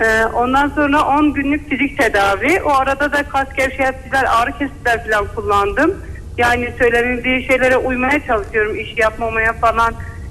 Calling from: Van, Turkey; Van'dan arıyorum.

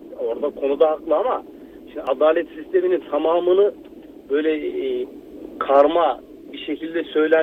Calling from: Istanbul, Turkey; İstanbul'dan arıyorum ben. Ataşehir'den

